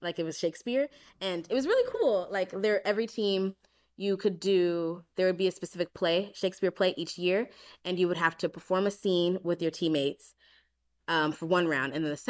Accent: United States; accent: African American Vernacular English; I am a like a Black scholar in higher education, it's also important that my counterparts kind of see the dialect that not I just grew up

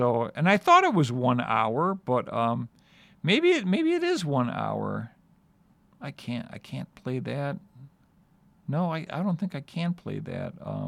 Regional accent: Cleveland, Ohio, United States; born there; So I was born in 61 in Cleveland, Ohio, at St. Anne's Hospital.

